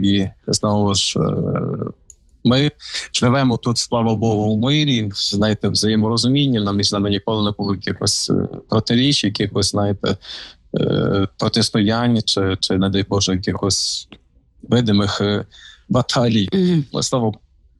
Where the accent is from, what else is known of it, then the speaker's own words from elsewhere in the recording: Ivano-Frankivsk Oblast, Ukraine; moved away; Івано-Франківська